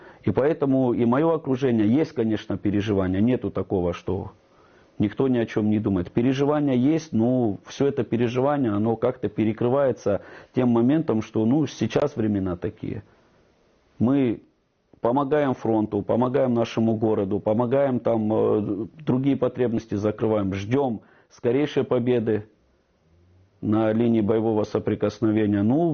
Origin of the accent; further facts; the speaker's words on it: Tuapse, Krasnodar Krai, Russia; я вообще житель коренной, да, Туапсе.